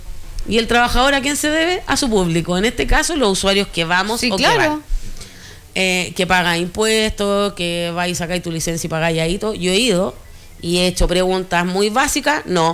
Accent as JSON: {"language": "Spanish", "town": "Putaendo", "region": "Valparaíso", "country": "Chile", "said": "Como yo soy de aquí, de Putaendo, soy putaendina"}